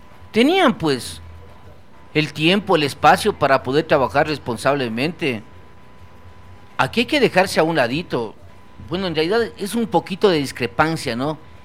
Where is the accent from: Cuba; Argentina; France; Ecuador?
Ecuador; somos ecuatorianos